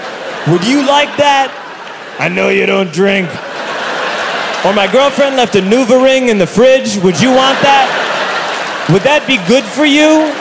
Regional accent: Ireland; I'm Irish, I keep things very bottled up, and I don't drink. which is not what you're supposed to do when you're Irish.

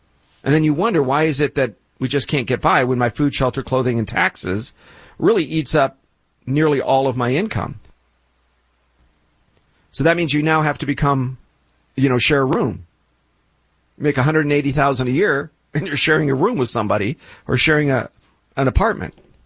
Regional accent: Los Angeles, California, United States; born there; I don't live in the city of Los Angeles. I love it. I was born in Hollywood. You can't beat that. Can't be more LA.

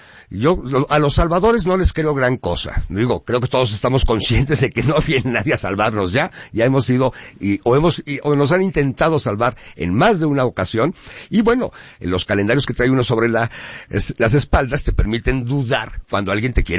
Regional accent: Puebla, Mexico; nosotros como poblanos

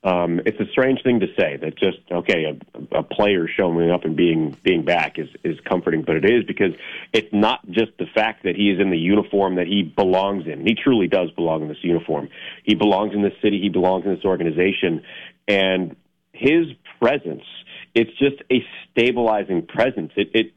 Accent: New York, United States; I'm like, so I grew up in New York, and he just starts laughing.

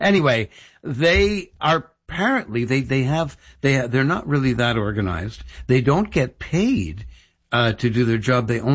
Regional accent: England, United Kingdom; And they attacked me for being English, for being an English reporter, all sorts of things.

